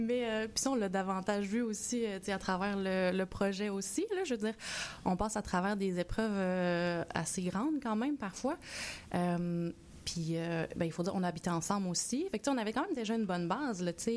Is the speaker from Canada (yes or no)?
yes; Quebec, Canada; moved away as an adult; now in Montreal, Canada; moi, j'ai grandi en Estrie.